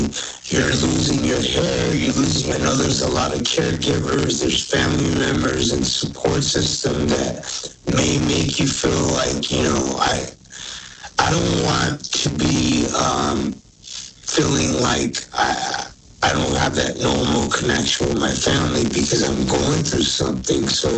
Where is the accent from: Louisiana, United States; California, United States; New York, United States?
California, United States; Los Angeles; I'm a proud Native American kid from East LA, born in Boyle Heights, and you know, I'm Native American and Mexicano.